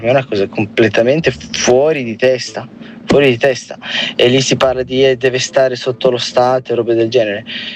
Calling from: Milan, Lombardy, Italy; da Milano.

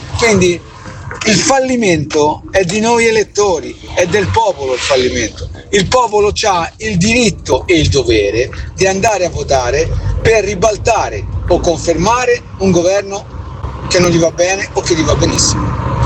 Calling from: Genoa, Liguria, Italy; Buongiorno … da Genova.

